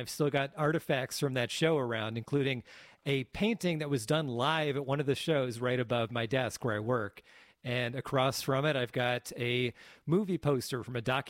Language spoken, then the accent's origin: English; Connecticut, United States; also born or lived in New York City; now in Santa Barbara, United States; nothing's really changed in this town in Connecticut where I grew up.